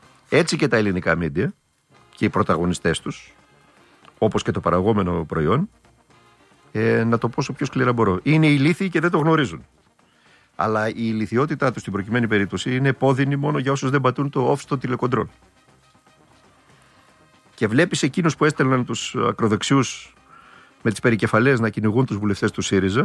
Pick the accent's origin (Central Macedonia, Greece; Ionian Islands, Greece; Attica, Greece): Central Macedonia, Greece; Thessaloniki; γιατί όπως ξέρεις είμαι Θεσσαλονικιός. Με τη Σαλούγκα έχω ιδιαίτερες σχέσεις.